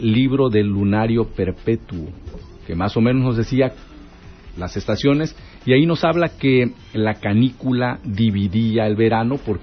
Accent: Mexico; Nosotros aquí en México

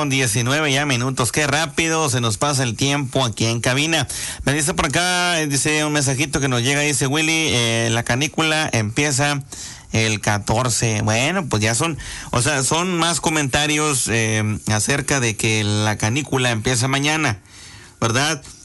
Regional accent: Padilla, Tamaulipas, Mexico; De allá de Padilla

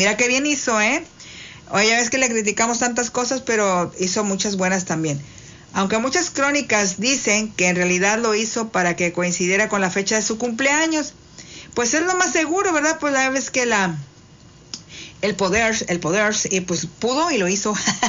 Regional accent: Mexico; cuando voy al trabajo, estoy vestida de mexicana porque soy mexicana. Cuando voy a la playa, voy vestida de mexicana porque soy mexicana

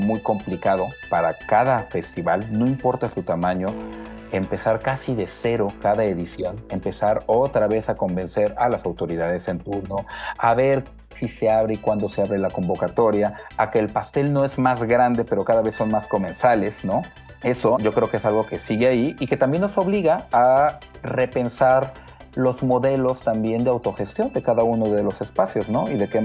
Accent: Colima, Mexico; moved away as an adult; Yo soy de Colima, los que trabajamos en el festival somos de ahí

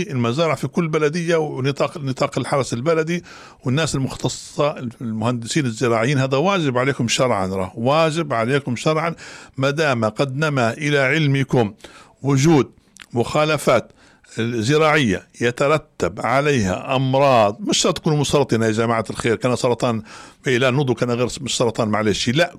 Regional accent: Libya; وأنتم نعرف وإحنا كنا كليبيين نعرفوا استنزاف الأرض

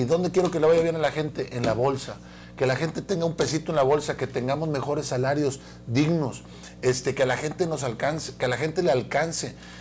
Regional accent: Ciudad Victoria, Tamaulipas, Mexico

